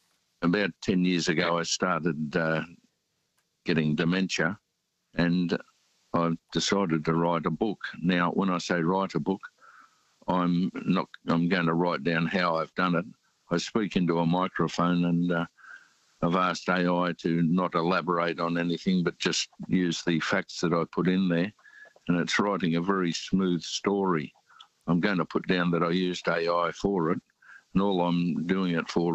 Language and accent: English; New Zealand; born there; why I was born in New Zealand and things like that.